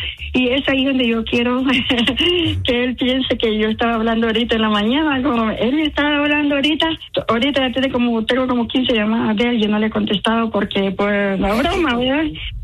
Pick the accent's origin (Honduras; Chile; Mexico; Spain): Honduras; No, soy hondureña, pero soy mujer de un solo hombre